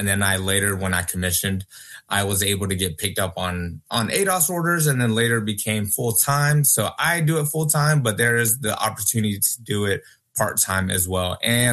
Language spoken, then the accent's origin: English; Myrtle Beach, South Carolina, United States; the one road that led us in and out of my hometown, actually, in Myrtle Beach, South Carolina.